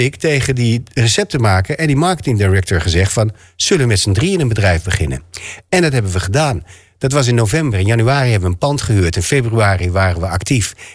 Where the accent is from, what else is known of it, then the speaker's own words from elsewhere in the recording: Groningen, Netherlands; accent: Groningen; Nou ja, dat is gewoon mijn taal waar ik vandaan kom. Als ik met mijn ouders praat, dan praat ik zo, zeg maar.